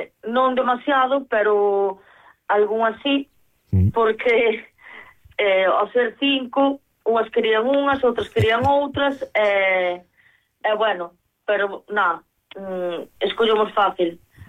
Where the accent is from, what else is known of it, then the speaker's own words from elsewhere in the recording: Carballo, Galicia, Spain; que somos as gemelas, non as dúas, somos de Carballo